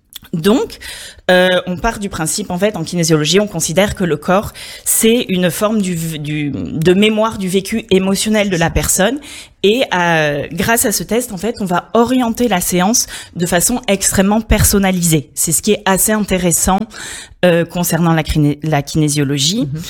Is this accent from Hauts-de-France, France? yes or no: no; Marseille, Provence-Alpes-Côte d'Azur, France; moved away; also born or lived in Paris / Canada; Alors moi je suis originaire de Marseille, par contre j'ai surtout travaillé à Paris et à l'étranger, notamment au Canada